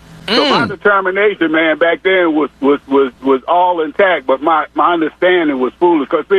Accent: Philadelphia, Pennsylvania, United States; I grew up in Mount Airy. The bus barn was right on the end of our block on Slocum Street.

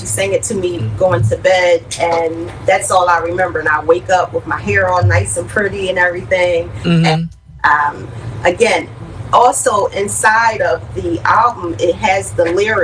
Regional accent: Philadelphia, Pennsylvania, United States; us growing up in Wilson Park, you know, Wilson Park Projects, however you want to put it, in South Philadelphia, next to Tasker Homes and everything.

